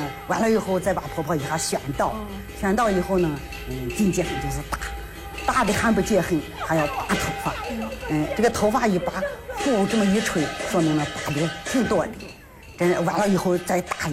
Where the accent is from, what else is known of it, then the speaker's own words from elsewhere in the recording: Jinan, Shandong, China; 咱们济南方言